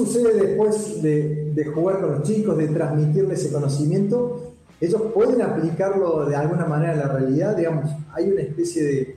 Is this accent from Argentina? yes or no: yes; Argentina